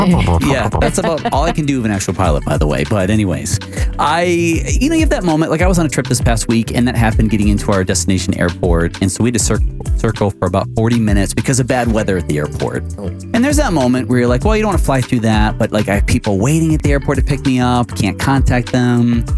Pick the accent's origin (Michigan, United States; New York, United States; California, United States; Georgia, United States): Michigan, United States; I'm from Michigan, so I was traveling there.